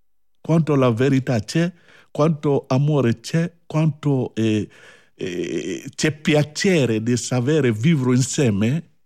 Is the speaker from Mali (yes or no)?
yes; Mali; born there; Italian is a second language; moved away; Io è vero che sono nato a Mali da una famiglia griot, io sono griot, e vivo con mia cultura e mia tradizione.